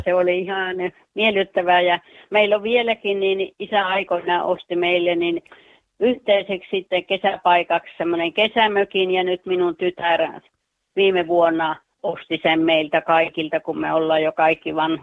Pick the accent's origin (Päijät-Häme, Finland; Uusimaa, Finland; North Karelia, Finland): North Karelia, Finland; Juuka; now in Sweden; Sieltä Pohjois-Karjalasta Juuasta.